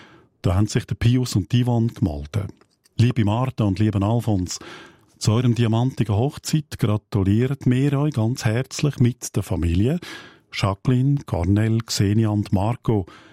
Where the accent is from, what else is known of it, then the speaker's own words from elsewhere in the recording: Aargau, Switzerland; Ich kenne das Dörfli, ich bin ganz in der Nähe aufgewachsen dort und es ist schön dort.